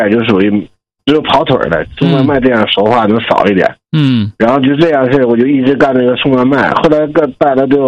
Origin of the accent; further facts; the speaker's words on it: Liaoning, China; now in Sichuan, China; 我老家是辽宁的